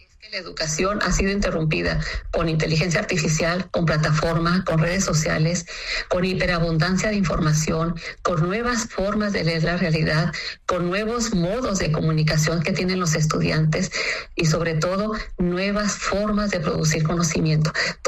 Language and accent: Spanish; Mexico; Nosotros hemos tenido la oportunidad como mexicanos